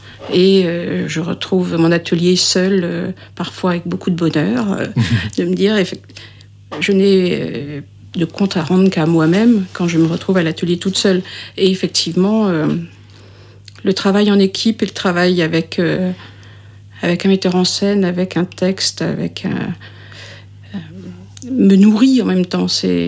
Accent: Brest, Brittany, France; born there; Je suis bretonne, je suis née à Brest et je suis partie travailler à Paris parce que il y avait un peu plus

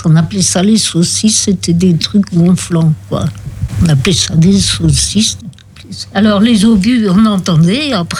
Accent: Brest, Brittany, France; also born or lived in Maine-et-Loire; Quand j'étais enfant, j'habitais à Saint-Martin, là, au coin de la rue Turenne et de la rue Massillon.

